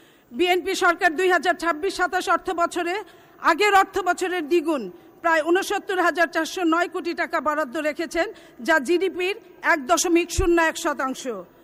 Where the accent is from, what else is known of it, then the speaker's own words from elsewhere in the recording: Jamalpur, Mymensingh Division, Bangladesh; আমি জামালপুরের মেয়ে, আমি নকশিকাঁথার এলাকার মেয়ে, আমি ব্রহ্মপুত্র নদের এলাকার মেয়ে এবং আমি সবজির এলাকার মেয়ে।